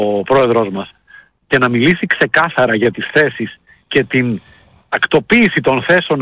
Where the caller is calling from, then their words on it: Macedonia, Greece; είμαστε Μακεδόνες, μας καίει